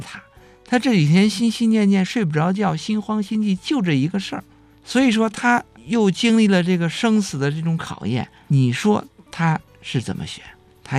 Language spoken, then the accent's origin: Chinese; China